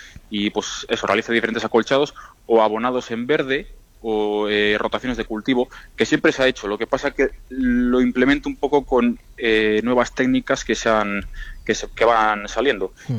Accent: Villalcázar de Sirga, Castile and León, Spain; yo vengo, bueno, tengo 27 años y vengo de un pueblo muy pequeñito de Tierra de Campos, de Palencia. Se llama Villalcázar de Sirga.

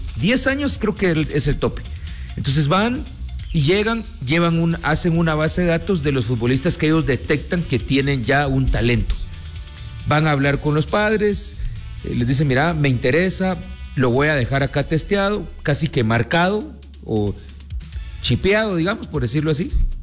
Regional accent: Guatemala; Yo vengo de Guatemala

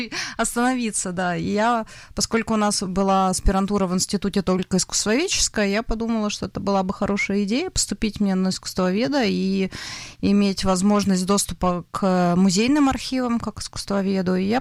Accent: Novokuznetsk, Kemerovo Oblast, Russia; born there; Я родилась в Сибири. В городе Новокузнецке.

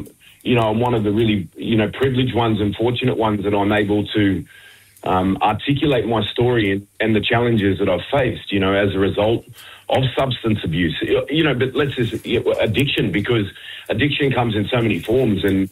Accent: Sydney, New South Wales, Australia; But like Quaden, I didn't grow up on country. I wasn't afforded that privilege. And I grew up down in Sydney, you know, but I was, you know, nurtured by, predominantly around Redfern, Waterloo and that area growing up.

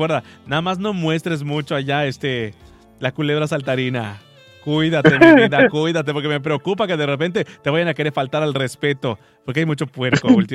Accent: Temax, Yucatán, Mexico; Yo soy de Temash.

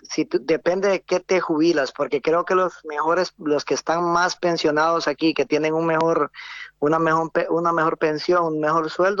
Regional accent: Honduras

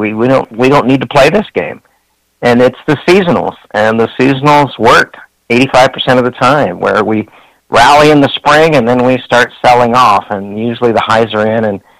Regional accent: Iowa, United States; You know, I'm from Iowa. We've got 43 of those plants.

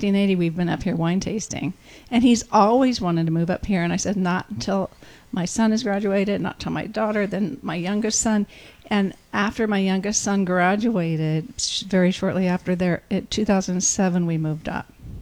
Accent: Santa Barbara, California, United States; now in Santa Ynez Valley, United States; I'm from Santa Barbara, but I lived in Santa Barbara how many years? 38 years, and now we've been here 18.

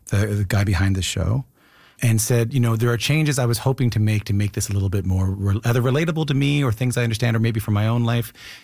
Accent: St. John's, Newfoundland and Labrador, Canada; Like, it's the St. John's, like, hi, how are you? … I'm from St. John's, you know.

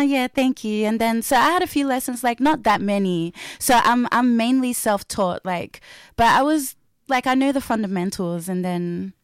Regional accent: Liverpool, New South Wales, Australia; also born or lived in Auburn, New South Wales; Yeah, now I grew up in Liverpool, southwest, yes.

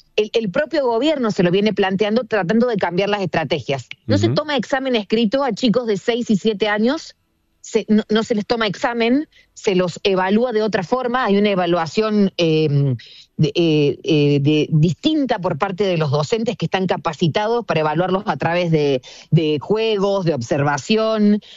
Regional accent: Argentina

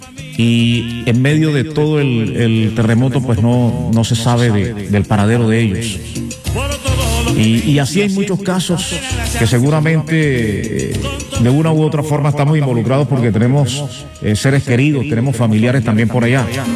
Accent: Zipacoa, Bolívar, Colombia; soy de Zipacoa, aquí entre Santa Rosa y Villanueva. Zipacoa pertenece a Villanueva, yo soy de esa tierra, de allá soy, y no me olvido de dónde vengo nunca.

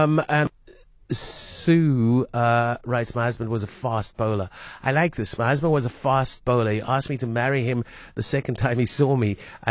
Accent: Western Cape, South Africa; English is a second language; I grew up on the Cape Flats. And for a while, English was my second language.

